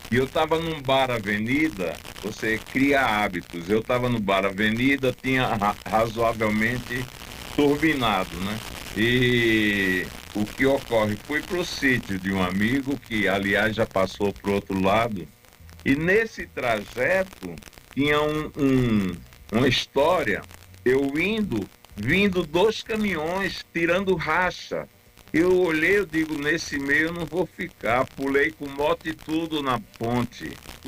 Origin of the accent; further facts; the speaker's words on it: Pernambuco, Brazil; now in São Paulo, Brazil; que sou de Pernambuco.